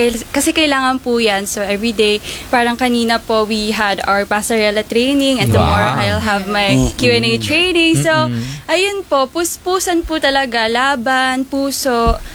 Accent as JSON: {"language": "Tagalog", "town": "Mandaluyong", "region": "Metro Manila", "country": "Philippines", "said": "Since I am from Mandaluyong City, a highly urbanized city here in Metro Manila"}